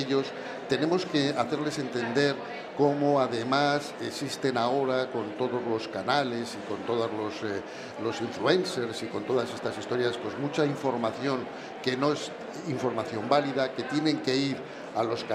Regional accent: Spain; tenemos que presumir como españoles.

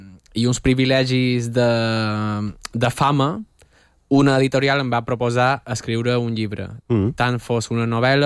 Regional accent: Balearic Islands, Spain; accent: Mallorcan; He d'advertir que jo som mallorquí i el meu català ara s'està filtrant perquè m'entengueu.

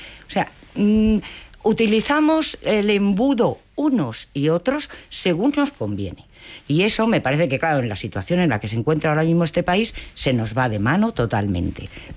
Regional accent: Community of Madrid, Spain; now in Granada, Spain

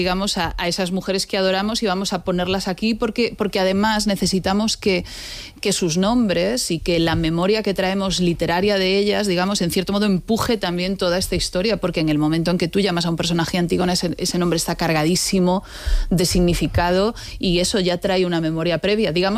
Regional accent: A Coruña, Galicia, Spain; Soy gallega de Coruña. Digámoslo, soy gallega. Gallega de A Coruña.

